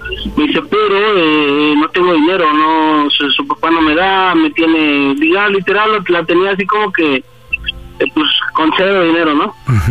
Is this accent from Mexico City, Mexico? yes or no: yes; Iztapalapa, Mexico City, Mexico; De 36 años, soy de Iztapalapa.